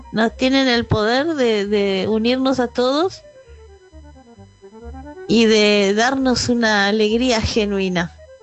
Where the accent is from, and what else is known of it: Buenos Aires, Argentina